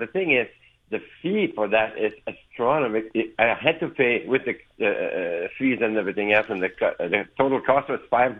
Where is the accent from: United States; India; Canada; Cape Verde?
Canada; Montreal, Quebec; we're from Montreal, so it takes us about 1 hour and 40 or 35 minutes